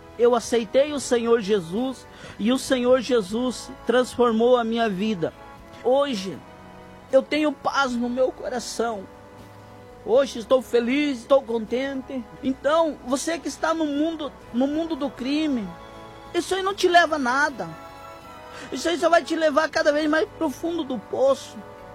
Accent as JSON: {"language": "Portuguese", "town": "Curitiba", "region": "Paraná", "country": "Brazil", "also_born_or_lived": "Santa Catarina", "said": "sou da cidade de Curitiba, mas nascido em Santa Catarina."}